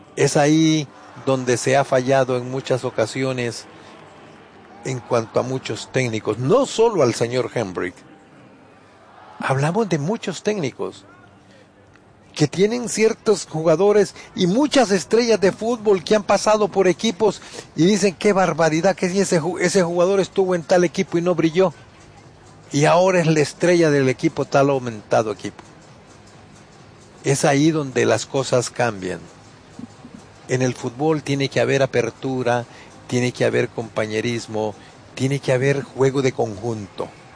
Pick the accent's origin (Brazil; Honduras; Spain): Honduras; moved away; ayer estábamos viendo los juegos de la Liga Nacional en mi país.